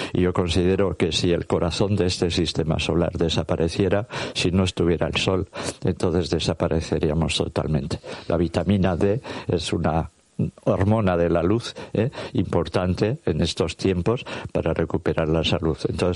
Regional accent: Durango, Mexico; Bueno, es lo que hacía mi mamá. Yo soy de Durango y mi mamá hacía eso.

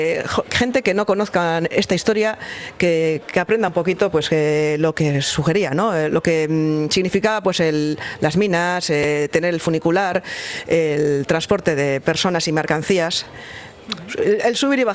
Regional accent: Trapagarán, Basque Country, Spain; Sí, sí, es mi pueblo y es todo un lujo hacer un trabajo así, un libro así, conmemorativo

